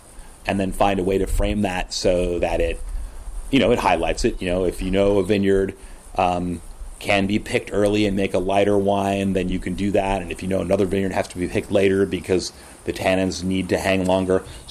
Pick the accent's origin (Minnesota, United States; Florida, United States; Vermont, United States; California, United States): California, United States; Briceland; I grew up here in the house here